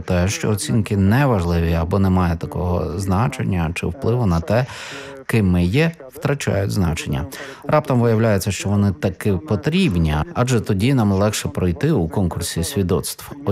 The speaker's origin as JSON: {"language": "Ukrainian", "town": "Braniewo", "country": "Poland", "tie": "born or raised there"}